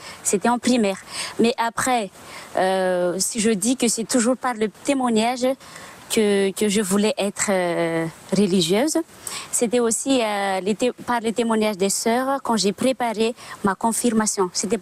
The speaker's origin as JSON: {"language": "French", "country": "Madagascar", "also_born_or_lived": "Angers, France", "moved": "as an adult", "lives_now": "Albi, France", "said": "Je viens de Madagascar."}